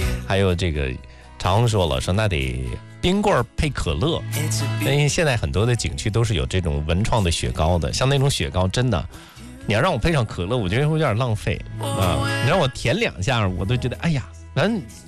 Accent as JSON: {"language": "Chinese", "town": "Shijiazhuang", "region": "Hebei", "country": "China", "said": "我们石家庄这边"}